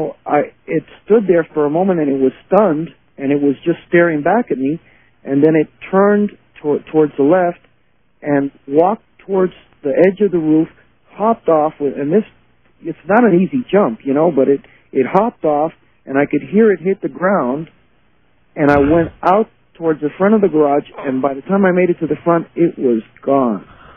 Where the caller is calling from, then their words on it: California, United States; I'm calling from California.